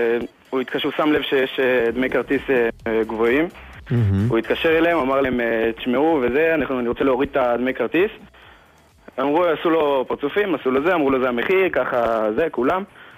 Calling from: Kiryat Ye'arim, Jerusalem District, Israel; אני מקריית יערים.

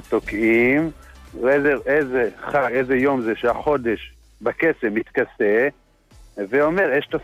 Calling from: Netivot, Southern District, Israel; מנתיבות, עיר הקודש.

